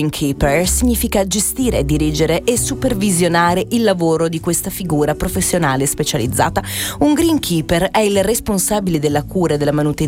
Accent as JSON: {"language": "Italian", "region": "England", "country": "United Kingdom", "second_language": "Italian", "said": "Grazie, come va? Sì, sì, sono inglese."}